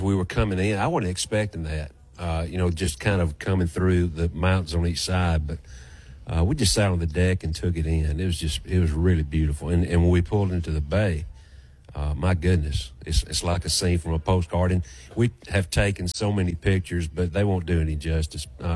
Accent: Alabama, United States; I'm from Central Alabama.

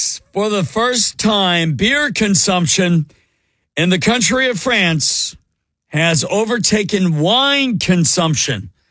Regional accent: United States; I'm an American.

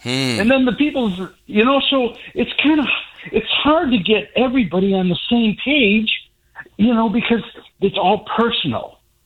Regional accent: Chicago, Illinois, United States; I grew up in Chicago, Ken.

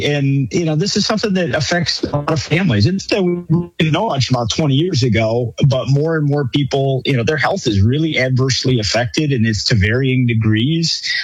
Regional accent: Jamestown, New York, United States; moved away as an adult; now in Buffalo, United States; Yes, I grew up in the Southern Tier. You know, most of my family is still in Chautauqua County. You know, I came up to the Buffalo area when I went to Niagara University and kind of stayed.

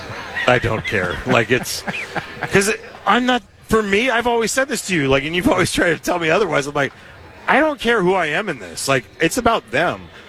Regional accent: California, United States; You know, I'm still a Californian, you know what I mean?

